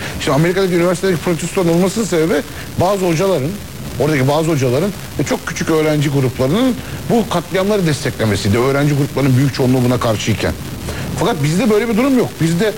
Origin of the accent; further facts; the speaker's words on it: Ankara, Turkey; Bir kere Ankara'da arkadaşım, çok Ankaralıyım ben de.